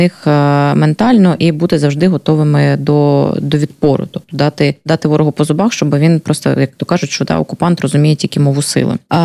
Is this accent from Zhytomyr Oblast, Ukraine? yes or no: no; Luhansk Oblast, Ukraine; оскільки я з Луганщини і про своїх земляків саме з мого регіону.